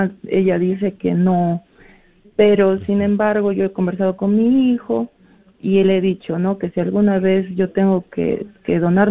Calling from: Arequipa, Peru; los estoy llamando desde Cerro Colorado.

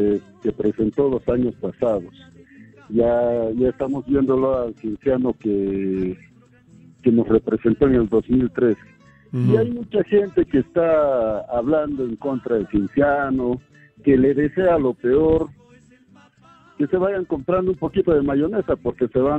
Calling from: Cusco, Peru; Desde el Cusco.

